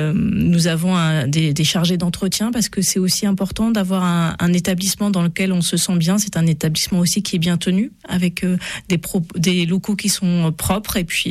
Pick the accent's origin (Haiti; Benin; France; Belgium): France; Brest, Brittany; Donc, moi, je suis originaire de Brest.